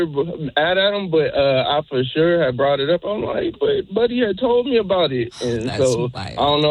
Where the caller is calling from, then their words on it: Murrieta, California, United States; I'm calling from Marietta.